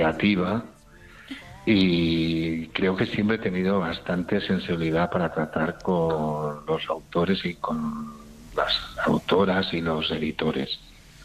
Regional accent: Priego de Córdoba, Andalusia, Spain; moved away; voy a mi pueblo, voy a Priego de Córdoba

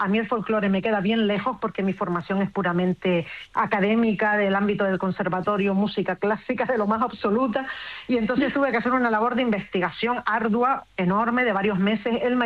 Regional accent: Santa Lucía de Tirajana, Canary Islands, Spain; Yo quería hacer como una especie de homenaje a la gente de mi tierra, a mis orígenes, a mis antepasados. Esto fue un encargo del ayuntamiento de mi pueblo, de Santa Lucía de Tirajana.

